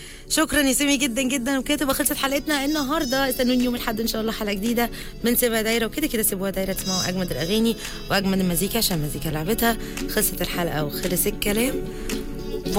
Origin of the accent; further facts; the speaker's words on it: Egypt; احنا كمصريين